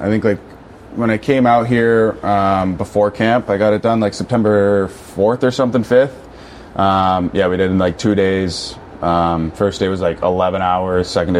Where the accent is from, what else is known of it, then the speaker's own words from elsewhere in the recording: Carp, Ontario, Canada; I'm from Carp. Nobody knows Carp, though.